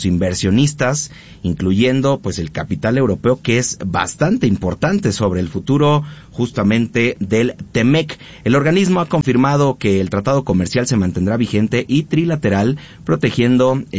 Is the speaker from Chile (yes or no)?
no; Mexico; De nosotros mismos como mexicanos.